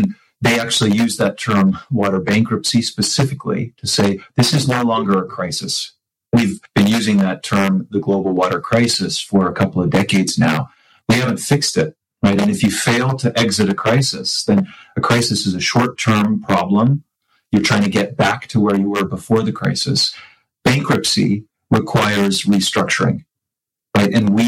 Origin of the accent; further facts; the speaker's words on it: Orem, Utah, United States; I grew up in Orem, Utah, just in the Utah Valley, about half hour away from Great Salt Lake.